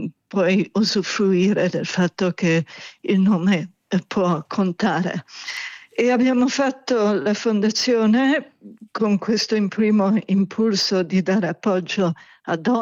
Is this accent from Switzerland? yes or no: no; England, United Kingdom; moved away; also born or lived in Denmark; perché originariamente io sono inglese.